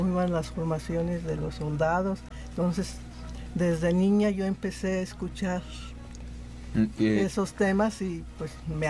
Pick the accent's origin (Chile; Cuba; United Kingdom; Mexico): Mexico; San Luis Potosí; Yo soy del barrio de Tlaxcala, okay, el primer barrio de la ciudad de San Luis Potosí.